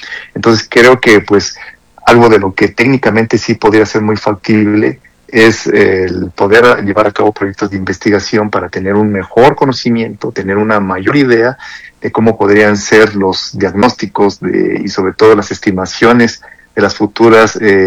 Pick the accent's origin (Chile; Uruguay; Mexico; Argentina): Mexico; en mi país, en México